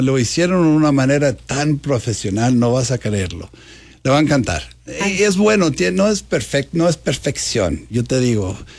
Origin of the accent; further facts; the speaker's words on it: Chihuahua, Mexico; Yo soy de Chihuahua.